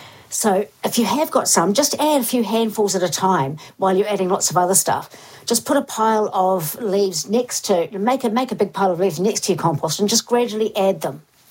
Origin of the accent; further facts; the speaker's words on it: Invercargill, Southland, New Zealand; I remember when I was growing up in Invercargill